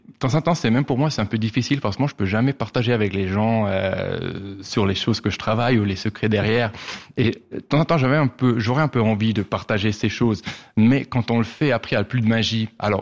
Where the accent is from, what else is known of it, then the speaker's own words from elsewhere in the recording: Valais, Switzerland; moi je suis valaisan.